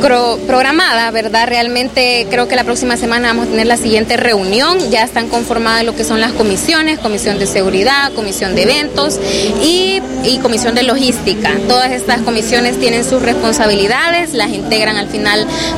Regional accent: Honduras; hacer que nosotros como hondureños nos sintamos orgullosos.

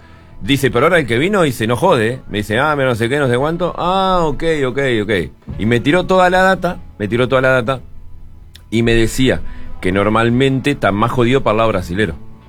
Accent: Maldonado, Uruguay; nosotros andamos de paseo, le somos de Maldonado. Tengo dos hijas en Maldonado.

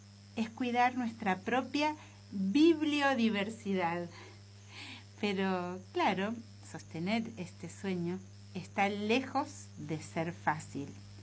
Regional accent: Patagonia, Argentina; soy cantora de la Patagonia.

